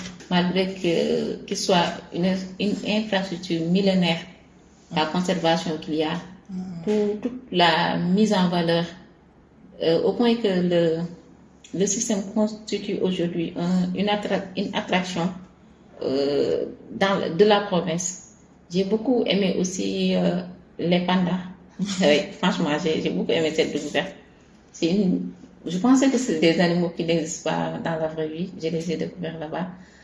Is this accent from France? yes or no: no; Dakar, Senegal; je suis journaliste. Je viens de Dakar au Sénégal.